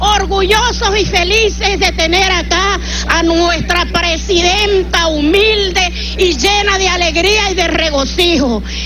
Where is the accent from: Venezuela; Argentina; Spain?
Venezuela; con todo el respeto y la dignidad que nos caracteriza como venezolanos